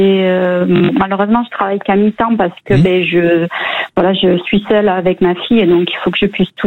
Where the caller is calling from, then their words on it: Aignan, Occitanie, France; Non, je suis à Aignan.